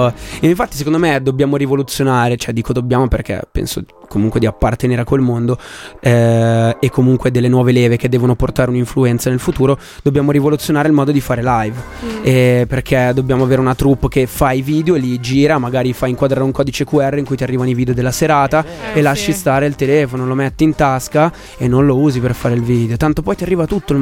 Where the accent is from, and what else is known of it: Brianza, Lombardy, Italy